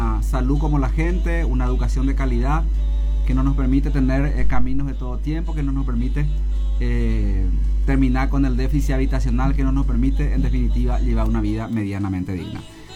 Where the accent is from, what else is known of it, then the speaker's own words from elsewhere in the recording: Paraguay; ¿Cuáles hoy tenemos que lidiar como paraguayos?